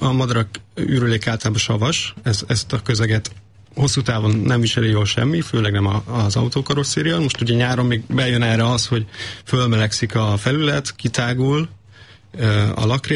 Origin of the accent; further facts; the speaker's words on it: Hungary; Nyilván magyarok vagyunk